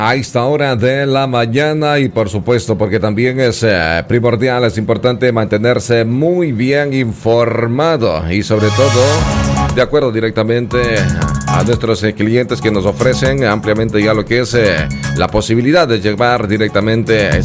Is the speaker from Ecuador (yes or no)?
yes; Ecuador; now in Spain; de muchas personas ecuatorianos que de esta manera radicamos acá en el Reino de España. Y este mensaje concretamente llega para quienes somos ecuatorianos